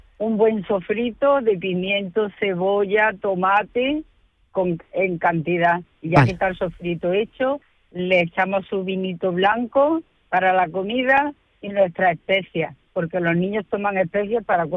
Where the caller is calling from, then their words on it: Villarrubia, Andalusia, Spain; ahora mismo estoy saliendo de Villarrubia hacia Palma del Río.